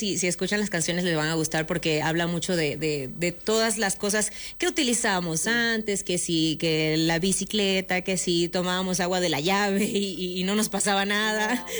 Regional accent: Venezuela; Yo, por ejemplo, soy venezolana

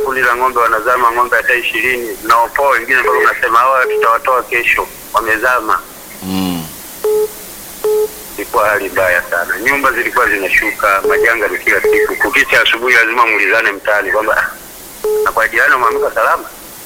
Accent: Ngudu, Mwanza, Tanzania; also born or lived in Geita; now in Kilombero, Tanzania; Nikawa nimerudi nyumbani kwetu Kwimba Ngudu.

